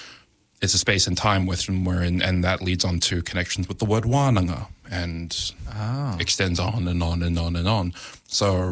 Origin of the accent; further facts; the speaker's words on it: New Zealand; first language Maori; I've always known, with Te Reo as my first language, I've always had an understanding of poetic nature.